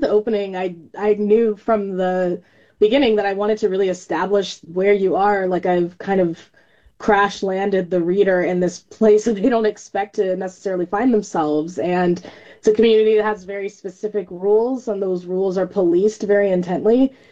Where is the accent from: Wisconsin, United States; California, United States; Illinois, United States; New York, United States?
California, United States; And I'm from California, so I had no cultural connection to that or any knowledge about these places even existing.